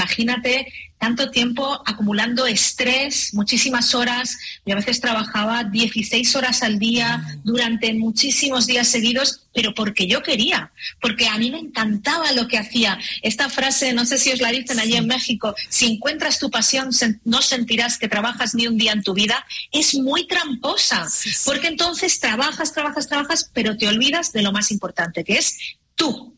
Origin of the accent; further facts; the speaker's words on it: Spain; Pues como española, de 30 y pocos años